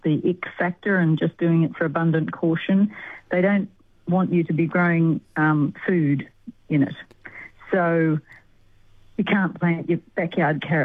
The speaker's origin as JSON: {"language": "English", "country": "Australia", "said": "And because I'm Australian and we're a direct sort of people, I'd say human composting"}